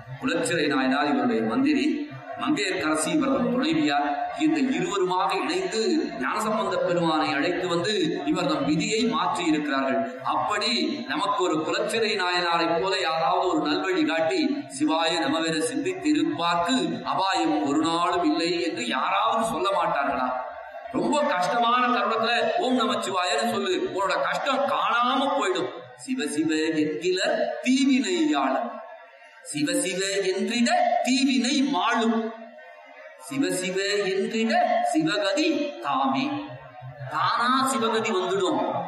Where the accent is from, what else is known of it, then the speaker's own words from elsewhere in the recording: Mylapore, Tamil Nadu, India; born there; எங்கயா பிறந்தேன்னு மயிலாப்பூர்ல பிறந்தேன். நீங்க கபாலீஸ்வரன் கோயில் வந்திருக்கீங்களா சார்?